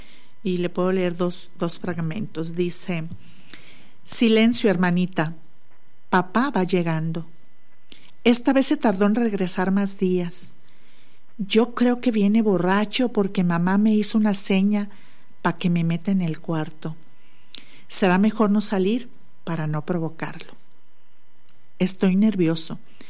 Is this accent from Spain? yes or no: no; Nuevo Laredo, Tamaulipas, Mexico; now in Río Bravo, Mexico; soy oriunda de Nuevo Laredo